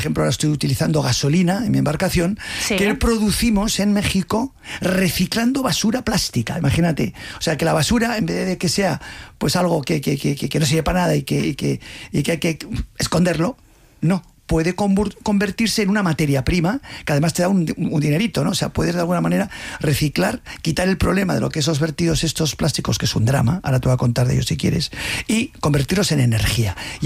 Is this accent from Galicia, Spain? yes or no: no; Pamplona, Navarre, Spain; born there; also born or lived in Madrid / Germany / Russia / United States; Bueno, yo nací en Pamplona, pero he vivido mucho en Madrid, he vivido también en el extranjero, más de la mitad de mi vida he vivido fuera, mucho en Alemania, en Rusia, he vivido mucho en Estados Unidos